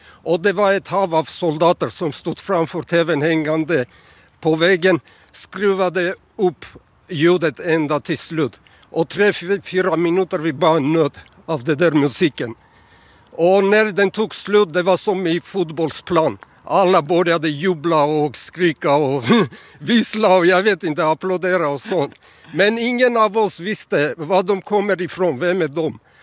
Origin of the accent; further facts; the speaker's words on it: Armenia; now in Upplands Väsby, Sweden; När jag flyttade hit från Armenien 1995.